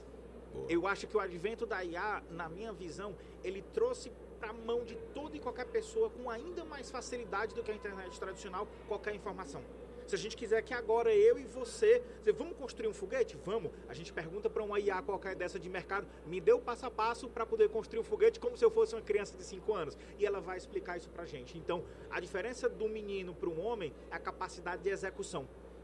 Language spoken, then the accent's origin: Portuguese; Ceará, Brazil; nós que somos do Ceará